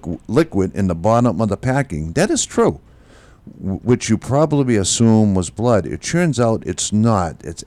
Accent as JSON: {"language": "English", "town": "Chelsea", "region": "Massachusetts", "country": "United States", "tie": "born or raised there", "also_born_or_lived": "Boston, Massachusetts / Randolph, Massachusetts", "said": "Yeah, I was born in Boston, raised in Chelsea. Mm-hmm. I lived there for about over 30 years. Then we moved to Randolph"}